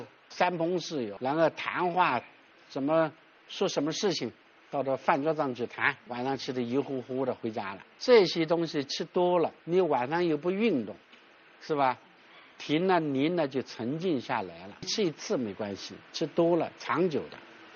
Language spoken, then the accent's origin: Chinese; China; 我们中国人现在有一个问题